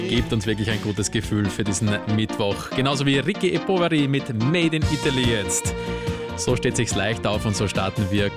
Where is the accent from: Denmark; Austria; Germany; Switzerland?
Austria; Burgenland; Bei uns daheim im Burgenland schaut es gut aus